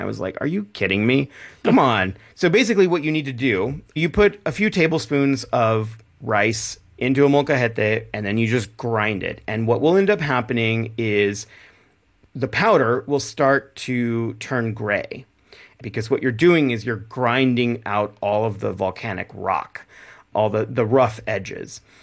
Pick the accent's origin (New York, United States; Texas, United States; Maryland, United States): Texas, United States; born or raised there